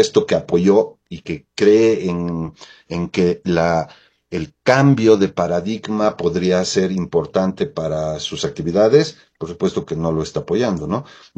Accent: Bolivia; La crisis constante en mi país es normal

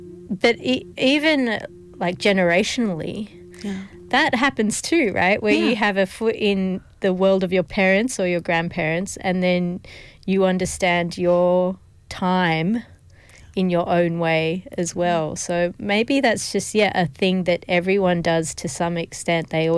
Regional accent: Adelaide, South Australia, Australia; I'm Aussie too. Like I was born in the Adelaide Hills. I grew up, I went to Blackwood High School. Like it was, I'm a very Aussie Adelaide girl.

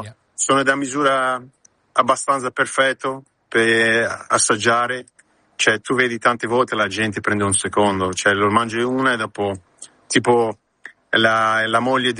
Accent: Australia; now in Milan, Italy; è ovvio che sono in società con un mio amico che siamo cresciuti insieme in Australia con Max Vieri

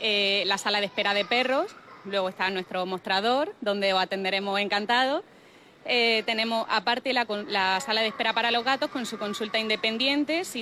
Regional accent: Granada, Andalusia, Spain; acercar el cuidado de las mascotas a Granada, que es mi ciudad natal y le tengo un cariño especial.

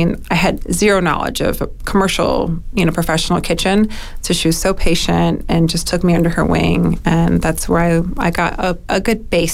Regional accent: New Orleans, Louisiana, United States; I am from New Orleans, born and raised, and I think much like a lot of us who grew up here, I definitely grew up around food and I grew up in the kitchen

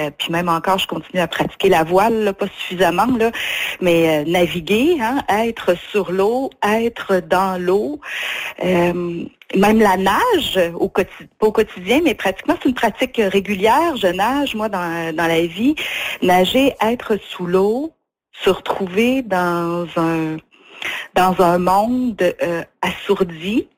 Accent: Gaspé, Quebec, Canada; ben je suis gaspésienne, hein, je viens de Gaspé

